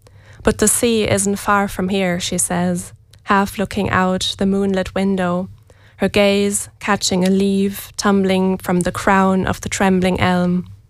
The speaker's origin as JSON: {"language": "English", "country": "Germany", "tie": "born or raised there", "also_born_or_lived": "Ballinamuckie, Ireland", "moved": "as an adult", "lives_now": "Galway, Ireland", "said": "I was born and raised in Germany, and then I moved to Ireland in 2019, and I was living in Ballinamuckie for years, and so I feel very connected to Mayo."}